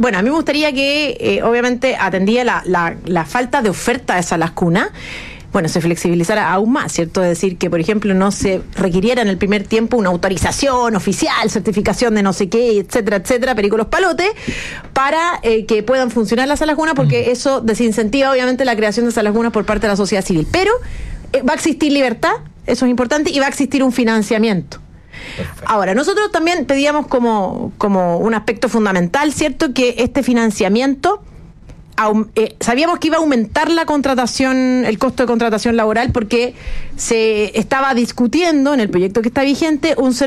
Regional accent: Chile; esta discusión fundamental que nos convoca a todos como chilenos

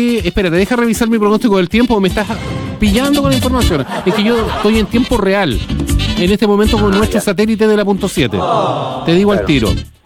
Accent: Lota, Biobío, Chile; como yo soy de Lota

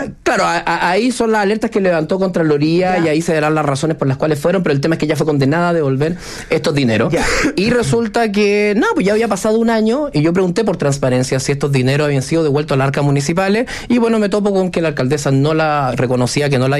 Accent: Chile; los chilenos hemos tenido que poner la mano en el bolsillo

